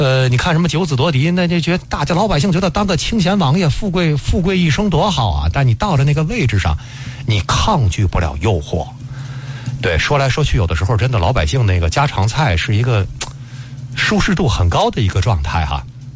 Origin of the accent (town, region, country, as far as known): China